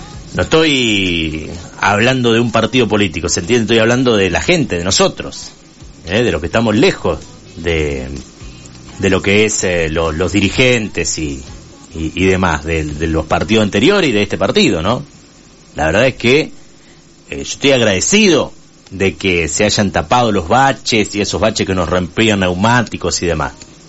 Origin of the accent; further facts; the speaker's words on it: Entre Ríos, Argentina; now in Urdinarrain, Argentina; Pero yo vivo en Urdinarrain